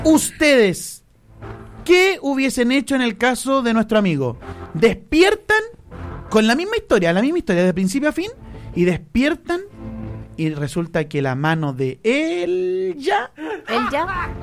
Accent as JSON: {"language": "Spanish", "town": "Curicó", "region": "Maule", "country": "Chile", "said": "Yo le digo, ¿de Curicó? ¿Y tú?"}